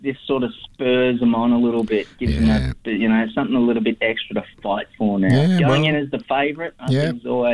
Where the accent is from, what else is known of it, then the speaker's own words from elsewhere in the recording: Melbourne, Victoria, Australia; now in Perth, Australia; I grew up barracking for Essendon because I grew up in Melbourne.